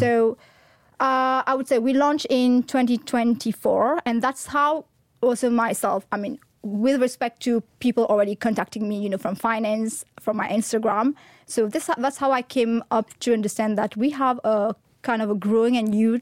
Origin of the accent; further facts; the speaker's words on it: Mauritius; now in Luxembourg; that love for my home country